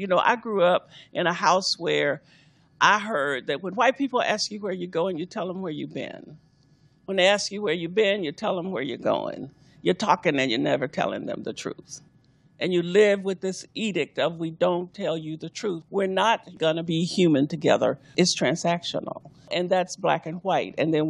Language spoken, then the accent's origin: English; Arkansas, United States; I grew up in Arkansas